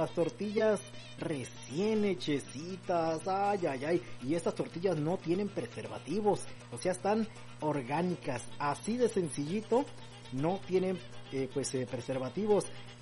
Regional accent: San Luis Río Colorado, Sonora, Mexico; moved away; soy ranchero. Allá en los cerros, dijo que, allá en los desiertos de Sonora, allá en San Luis Río Colorado, donde dejé, pues, mucho más que el ombligo

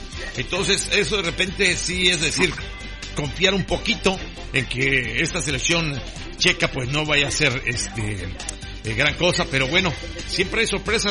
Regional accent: Mexico

